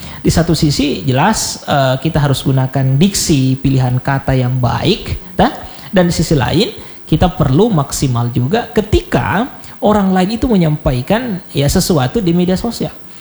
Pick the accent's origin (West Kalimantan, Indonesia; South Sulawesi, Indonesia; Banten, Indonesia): South Sulawesi, Indonesia; Apalagi kan kita orang Bugis Makassar atau Sulawesi Selatan ini terjaga dengan yang tadi saya katakan